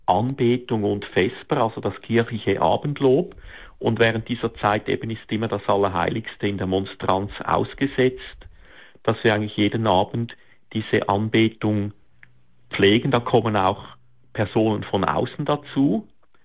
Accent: Rapperswil-Jona, St. Gallen, Switzerland; moved away; also ich bin aufgewachsen am Zürichsee in Rapperswil-Jona

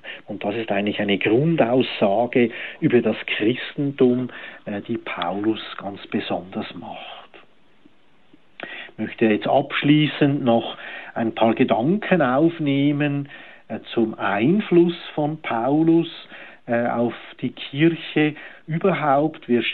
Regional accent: Switzerland; in dem Sinn sind wir Schweizer ja sozusagen auch die Heiden

